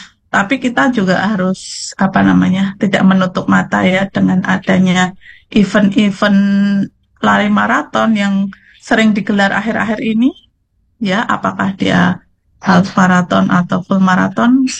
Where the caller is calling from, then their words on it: Magelang, Central Java, Indonesia; Saya dari Magelang ini Mbak saya posisinya.